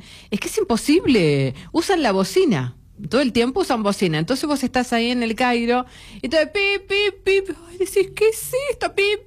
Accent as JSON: {"language": "Spanish", "country": "Argentina"}